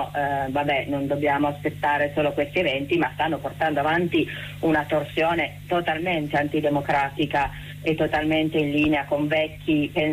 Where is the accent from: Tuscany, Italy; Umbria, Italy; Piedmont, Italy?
Piedmont, Italy; Turin; noi ci vedremo come torinesi liberi democratici